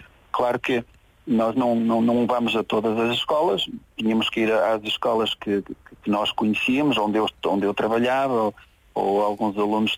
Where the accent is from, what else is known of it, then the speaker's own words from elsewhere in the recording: Cujó, Viseu, Portugal; now in Vila Nova de Gaia, Portugal; Eu sou natural de uma aldeia próxima de Castro Baio, Cujó, Castro Baio, mas vivo em Vila Nova de Gaia desde 2011.